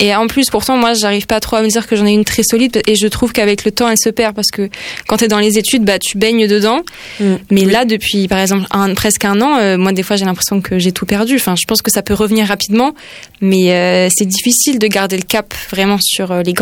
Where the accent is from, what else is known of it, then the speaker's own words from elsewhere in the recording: Grenoble, Auvergne-Rhône-Alpes, France; Après moi je suis allée pas mal sur place en Ariège, puis j'ai grandi à Grenoble et tout.